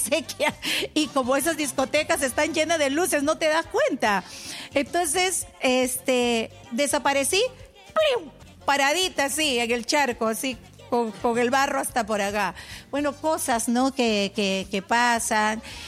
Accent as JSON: {"language": "Spanish", "town": "Flor de Punga", "region": "Loreto", "country": "Peru", "tie": "born there", "also_born_or_lived": "Iquitos / Lima", "moved": "yes", "said": "yo he vivido solo 6 años en Iquitos. Yo he vivido más en mi pueblo, en Flor de Punga, que está a 2 días y medio en lancha y a 16 horas en rápido. Y 9 meses en el pueblo y 3 meses aquí en Lima."}